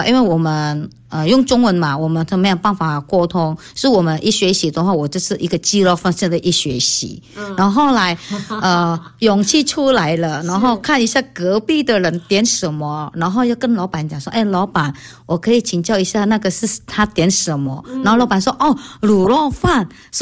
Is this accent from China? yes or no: no; Indonesia; now in Taiwan; 你知道我们的印尼哈都没有冬天的，没有冬天。后来我们来台湾第一从机场下来的话，我的妈呀，为什么那么冷？